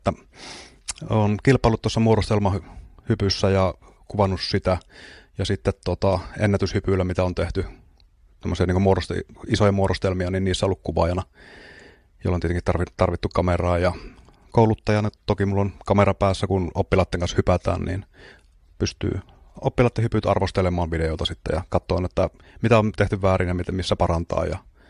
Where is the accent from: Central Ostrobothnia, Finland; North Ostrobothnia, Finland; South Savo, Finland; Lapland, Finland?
North Ostrobothnia, Finland; Oulu; Mä oon oululainen valokuvaaja ja laskuvarjohyppääjä.